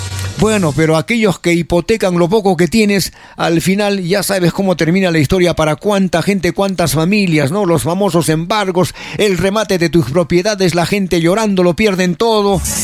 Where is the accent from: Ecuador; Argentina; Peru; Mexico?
Peru; Arequipa; Todo el mundo somos arequipeños